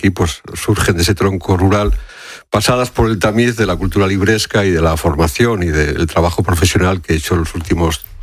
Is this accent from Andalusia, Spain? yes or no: no; Fermoselle, Castile and León, Spain; Eso es una casa de mi pueblo, de Fermoselle.